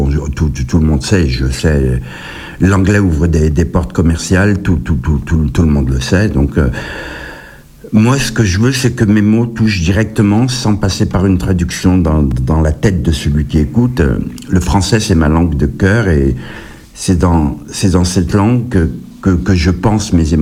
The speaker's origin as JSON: {"language": "French", "country": "France", "tie": "born or raised there", "also_born_or_lived": "Kabylie", "said": "J'ai grandi en France, j'en ai bien sûr fait mon pays, mais j'ai gardé beaucoup d'influence de mes racines."}